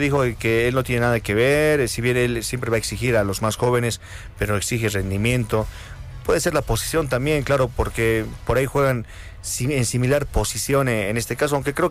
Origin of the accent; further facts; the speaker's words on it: La Paz, Bolivia; Eso digo como paseño. Aunque como boliviano